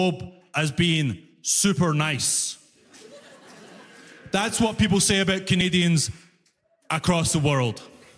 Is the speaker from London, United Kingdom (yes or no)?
no; Glasgow, Scotland, United Kingdom; I'm from Glasgow, right? If you don't know, Glasgow is the knife crime capital of Europe. Every single Glaswegian person is a psychopath, including me.